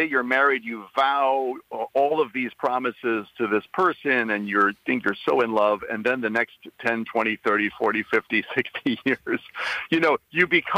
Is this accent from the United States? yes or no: yes; New England, United States; I'm from New England, and I have a number of family members from New Jersey.